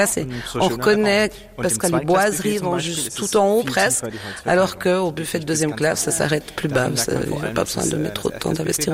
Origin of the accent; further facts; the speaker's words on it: Romandy, Switzerland; moi, en tant que romande